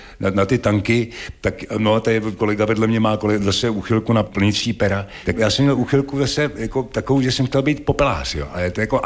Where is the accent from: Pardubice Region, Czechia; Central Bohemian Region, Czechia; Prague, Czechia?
Central Bohemian Region, Czechia; Mladá Boleslav; born there; Ano, já jsem se narodil v Mladé Boleslavi.